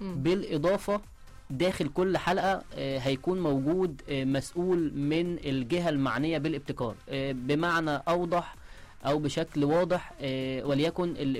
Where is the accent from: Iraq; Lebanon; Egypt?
Egypt; ودي مش مبالغه مننا كمصريين